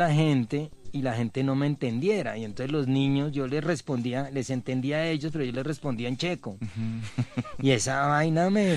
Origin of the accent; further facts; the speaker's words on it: Colombia; born there; first language Czech; Spanish is a second language; also born or lived in Leipzig, Germany; cuando llegué acá a Colombia de niño.